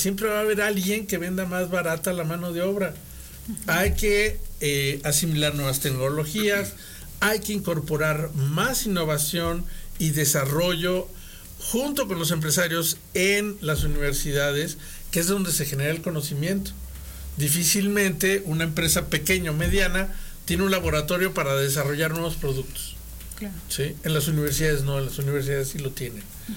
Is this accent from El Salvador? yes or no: no; Mexico